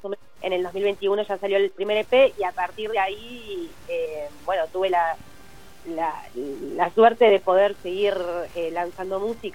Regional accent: Colón, Entre Ríos, Argentina; moved away as an adult; also born or lived in Buenos Aires; yo a los 18 años me fui de Colón, me fui a vivir a Buenos Aires, estuve unos años allá. Y bueno, recién en el 2020, en la pandemia, volví a Colón, en principio por 2 semanas, pero me terminé quedando a vivir

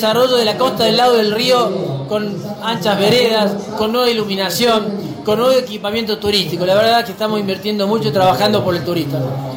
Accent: Argentina; yo estoy orgulloso de mi país.

